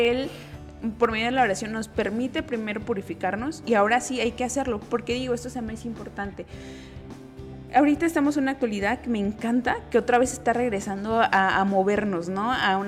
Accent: Mexico; A nosotros, sí, como mexicanos.

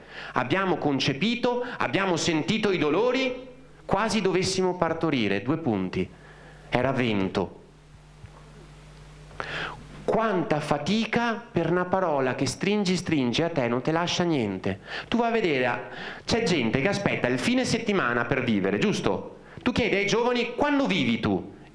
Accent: Veneto, Italy; sono veneto

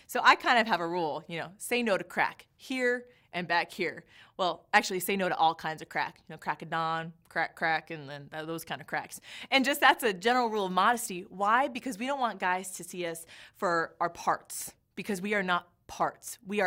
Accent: California, United States; I'm from California, so we say dude.

